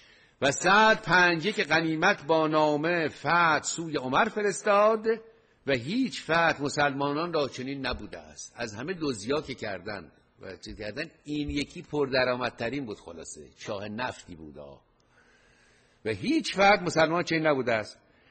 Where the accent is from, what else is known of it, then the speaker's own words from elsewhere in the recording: Iran; کفار، کفار مجوس، ما ایرانی هستیم.